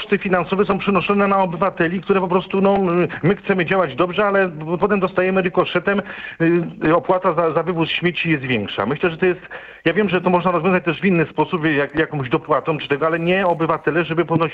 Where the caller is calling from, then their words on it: Łódź, Łódź Voivodeship, Poland; jestem z Łodzi